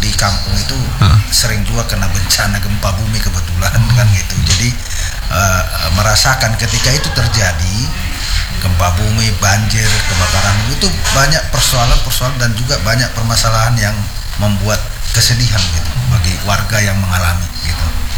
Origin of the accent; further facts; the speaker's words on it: Sumatra, Indonesia; born there; now in East Kalimantan, Indonesia; daerah saya di Sumatera